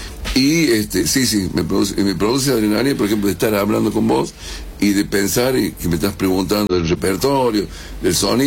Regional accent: Córdoba, Argentina; yo amo Córdoba, soy cordobés, pero muerte, mira, si yo me vine de allá también por Córdoba. Me tentaron un montón de veces de ir a Buenos Aires a vivir. No, me quedo en Córdoba.

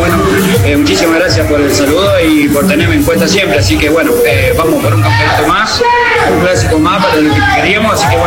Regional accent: San Luis, Argentina; moved away as an adult; now in Jovita, Argentina; Y salí de San Luis Capital

